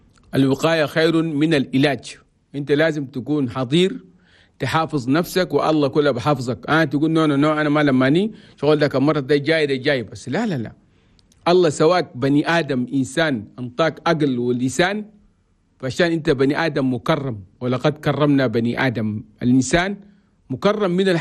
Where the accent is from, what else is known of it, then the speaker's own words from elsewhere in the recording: Chad; بلدنا تشاد بلد تومي